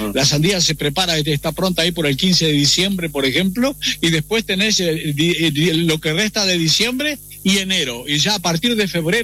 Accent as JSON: {"language": "Spanish", "town": "Tranqueras", "region": "Rivera", "country": "Uruguay", "tie": "born or raised there", "said": "me crié ahí en Tranquera, en medio de los sandilleros"}